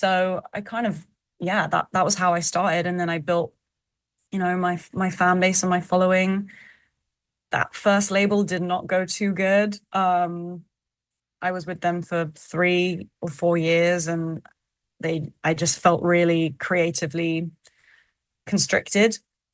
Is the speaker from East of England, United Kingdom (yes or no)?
no; London, United Kingdom; Oh, I grew up in London as well.